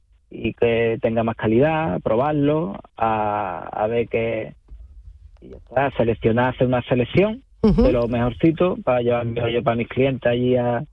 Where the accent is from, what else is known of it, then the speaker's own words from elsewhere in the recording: Palos de la Frontera, Andalusia, Spain; porque ahora, digamos, la campaña baja en mi pueblo, porque la gente, mucha gente se va a Mazagón a veranear. Entonces Palo se queda un poquito vacío